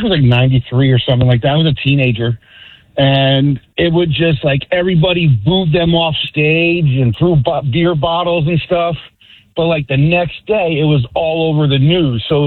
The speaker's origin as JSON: {"language": "English", "region": "Connecticut", "country": "United States", "tie": "born or raised there", "said": "Well, I grew up in Connecticut"}